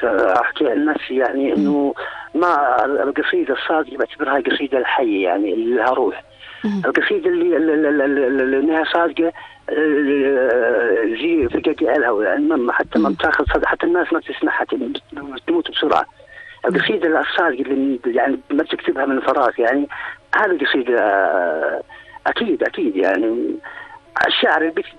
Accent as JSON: {"language": "Arabic", "country": "Jordan", "said": "أنا أردني"}